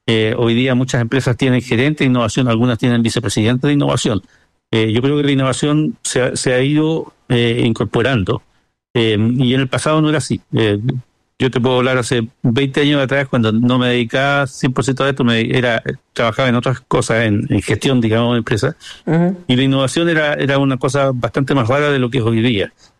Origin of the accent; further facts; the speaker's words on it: Concepción, Biobío, Chile; Yo me acuerdo acompañar a mis padres al mercado, a la Vega. Yo soy penquista, esta historia es en Concepción.